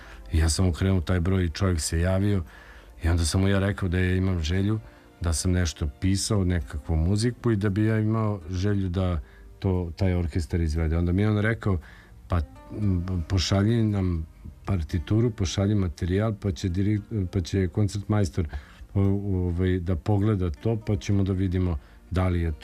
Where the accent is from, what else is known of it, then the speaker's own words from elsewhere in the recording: Sremska Mitrovica, Vojvodina, Serbia; u Sremskoj Mitrovici, u mom gradu odakle sam ja.